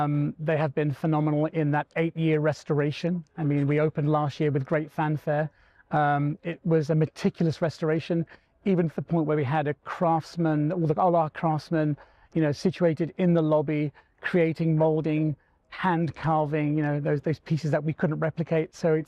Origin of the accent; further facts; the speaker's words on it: London, United Kingdom; as a Londoner growing up here